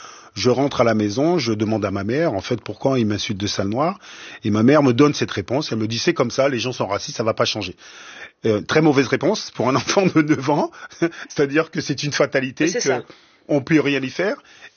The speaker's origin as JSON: {"language": "French", "region": "Guadeloupe", "country": "France", "tie": "born or raised there", "said": "c'est que j'ai grandi en Guadeloupe."}